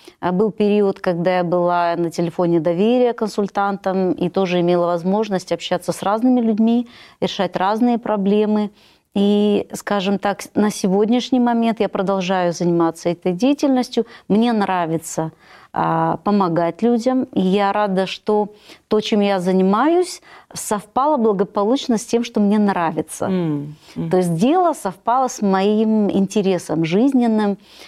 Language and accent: Russian; Odesa Oblast, Ukraine; Я выросла на Украине, на юге Украины, в теплых местах. Это Одесская область.